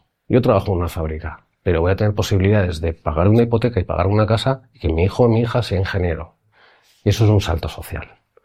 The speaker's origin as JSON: {"language": "Spanish", "region": "Basque Country", "country": "Spain", "said": "Yo que soy del País Vasco, por ejemplo"}